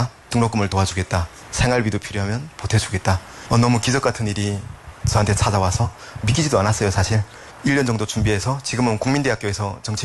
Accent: North Korea; moved away as an adult; now in South Korea; 우리 탈북민들

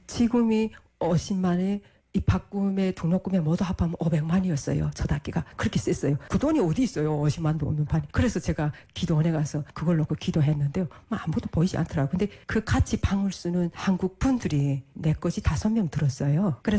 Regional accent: North Korea; 아 그래서 내가 나는 북한에서 왔다고 이랬어요.

